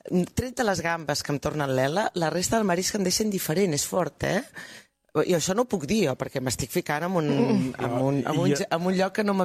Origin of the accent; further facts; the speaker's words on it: Granollers, Catalonia, Spain; jo soc filla de Granollers, per tant, ja comencem, que d'origen soc d'interior.